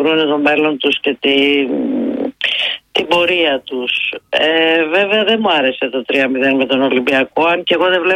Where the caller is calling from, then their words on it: Cyprus; Εγώ είμαι από Κύπρο.